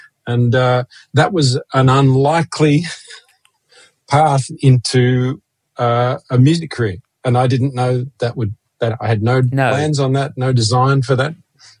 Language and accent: English; Sydney, New South Wales, Australia; I liken teacher training in Sunday school in the system that we grew up in Sydney.